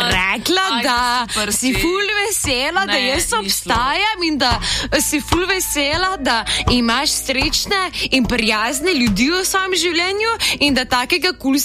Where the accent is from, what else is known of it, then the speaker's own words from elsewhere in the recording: Ljubljana, Central Slovenia, Slovenia; jaz sem iz Bežigrada, ne